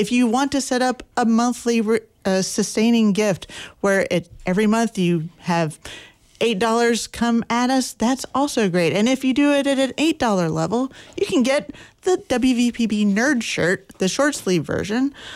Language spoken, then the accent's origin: English; Morgantown, West Virginia, United States; I grew up watching WMPB in Morgantown